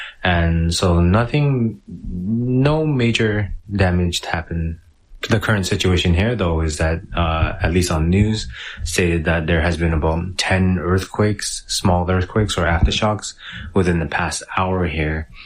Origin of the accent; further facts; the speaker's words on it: Canada; now in Fukuoka, Japan; I am a Canadian currently living in Fukuoka City in Japan.